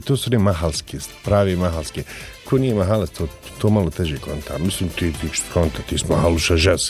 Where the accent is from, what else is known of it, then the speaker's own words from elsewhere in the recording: Sarajevo, Federation of Bosnia and Herzegovina, Bosnia & Herzegovina; ja sam sa Hrida, ona je to opština Stari grad.